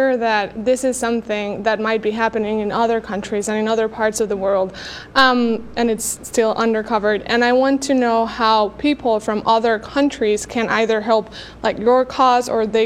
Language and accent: English; Colombia; Hi, I'm from Colombia in South America.